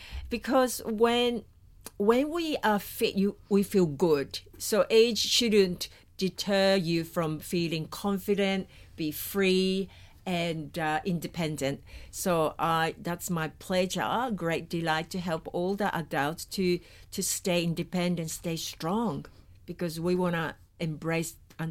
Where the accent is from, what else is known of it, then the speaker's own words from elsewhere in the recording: Brisbane, Queensland, Australia; when people ask me where you're from, so I'm from Brisbane, I'm Australia.